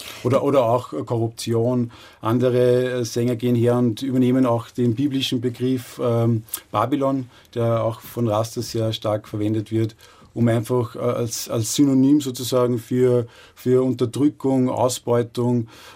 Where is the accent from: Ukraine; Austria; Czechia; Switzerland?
Austria; Und das fängt ja an bei uns in Österreich, wie die ganzen Hilfsorganisationen Afrika darstellen.